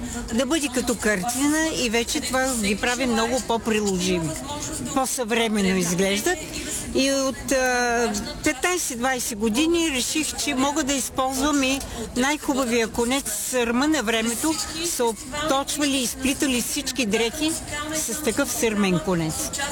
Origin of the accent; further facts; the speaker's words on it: Karlovo, Plovdiv Province, Bulgaria; аз съм от Карлово